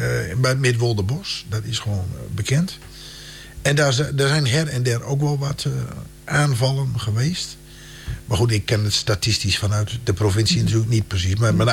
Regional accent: Westerwolde, Groningen, Netherlands; Nou, ik kwam natuurlijk uit Vesterwolde.

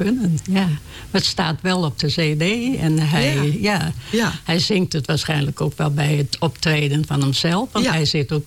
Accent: Hoornsterzwaag, Friesland, Netherlands; moved away; Nou, ik kom uit Friesland.

